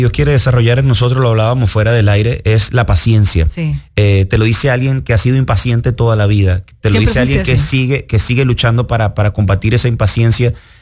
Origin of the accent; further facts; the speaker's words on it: Maracaibo, Zulia, Venezuela; moved away as an adult; also born or lived in Barquisimeto, Venezuela; now in Miami, United States; Nací en Barquisimeto, pero luego me llevan desde chiquitito a Maracaibo